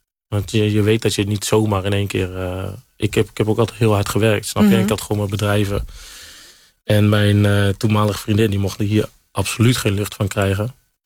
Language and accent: Dutch; Utrecht, Netherlands; born or raised there